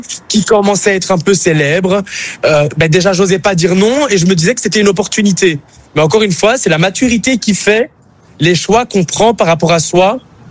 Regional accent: Brussels, Brussels-Capital Region, Belgium; oui je suis belge, oui. Je viens de Bruxelles.

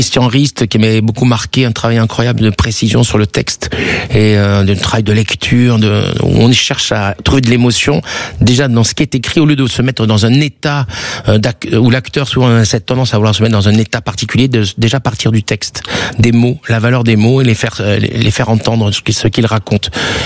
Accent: France; accent: French; Heureusement qu'ils disaient que j'étais charming, enfin mon petit côté French avec mon accent, mais c'était vraiment la caricature qu'on met dans les films, quoi.

